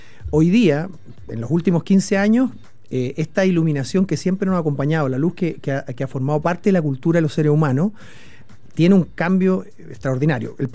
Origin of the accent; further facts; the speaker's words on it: Chile; Nosotros como chilenos